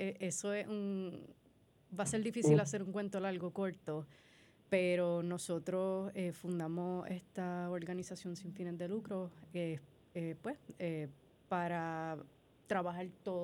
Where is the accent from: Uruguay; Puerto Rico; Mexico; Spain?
Puerto Rico; San Juan; Sí, nacida y criada en Puerto Rico. Crecí en el sector, en el área de Punta Las Marías.